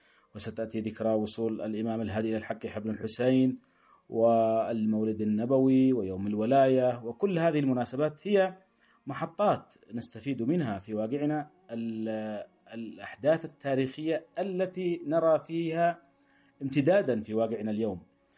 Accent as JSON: {"language": "Arabic", "country": "Yemen", "said": "نحن اليوم كيمنيين"}